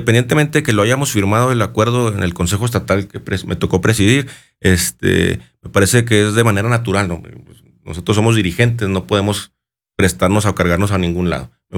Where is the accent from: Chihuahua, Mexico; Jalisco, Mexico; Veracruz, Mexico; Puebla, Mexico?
Chihuahua, Mexico; Nosotros somos de Chihuahua